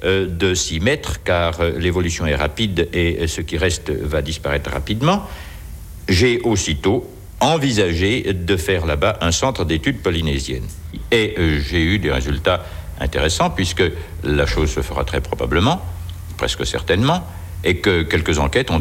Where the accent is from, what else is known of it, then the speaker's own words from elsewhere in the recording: Lons-le-Saunier, Bourgogne-Franche-Comté, France; j'avais 15 ans, j'avais une mansarde dans la maison de mon père, à Lons-le-Saunier, dans le Jura. Je suis jurassien, je suis franc-comtois.